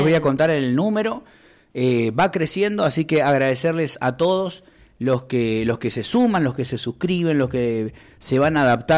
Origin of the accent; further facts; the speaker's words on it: Argentina; nosotros como argentinos